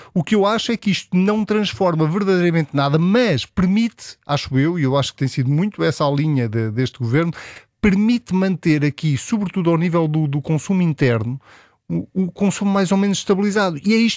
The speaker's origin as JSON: {"language": "Portuguese", "country": "Portugal", "said": "enquanto português."}